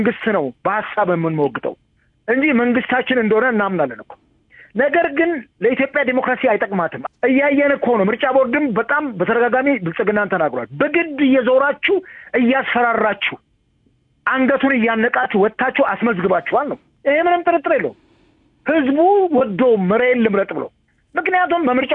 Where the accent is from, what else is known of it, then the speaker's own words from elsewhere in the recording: Oromia, Ethiopia; አሁን ደግሞ ወደ ጉጂ እኔ ተወልጄ ያደግኩበት ቦረና አካባቢ እነኚህ ግጭቶች እያየሉ መጥተዋል።